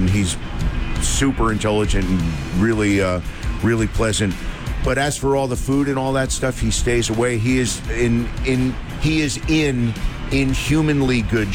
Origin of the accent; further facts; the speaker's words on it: New Jersey, United States; Again, growing up in Central Jersey, we got all the New York and all the Philly and all the Jersey radio and TV.